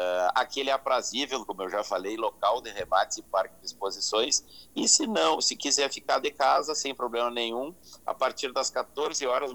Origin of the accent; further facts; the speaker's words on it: Rio Grande do Sul, Brazil; nós como bons gaúchos temos que estar felizes com a chegada desse inverno